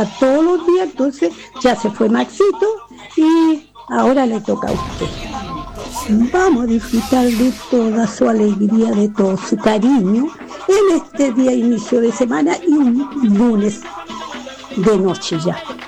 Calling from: Viña del Mar, Valparaíso, Chile; se está reportando porque soy de Viña del Mar.

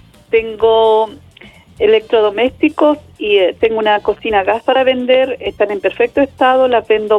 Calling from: Hualpén, Biobío, Chile; De Gualpén.

